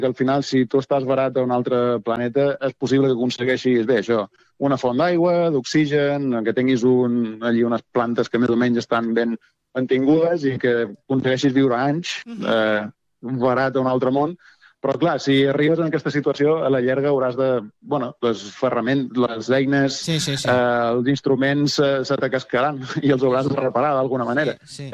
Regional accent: Balearic Islands, Spain; Jo som de Balears

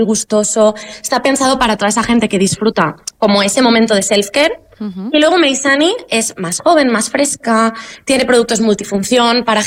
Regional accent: Valencia, Valencian Community, Spain; Yo soy valenciana

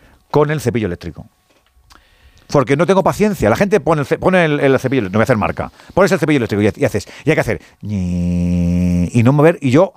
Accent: Almansa, Castilla-La Mancha, Spain; Perdóname, corredor del Levante. Soy de Almansa, ¿eh?

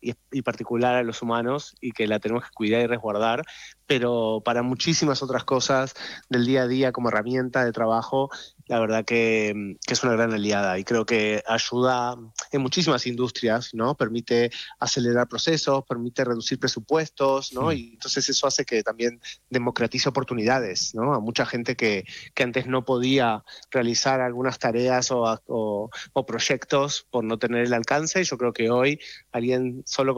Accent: Argentina; accent: Argentine

